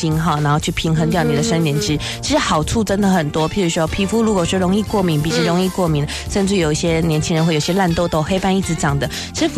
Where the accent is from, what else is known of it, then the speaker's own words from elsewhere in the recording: Taiwan; 像我们台湾人